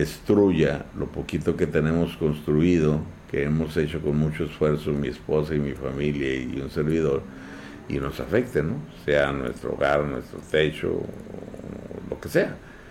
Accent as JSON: {"language": "Spanish", "country": "Mexico"}